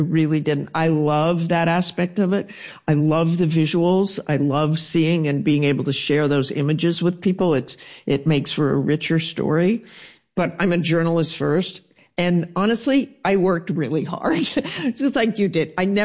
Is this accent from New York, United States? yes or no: no; Salt Lake City, Utah, United States; born or raised there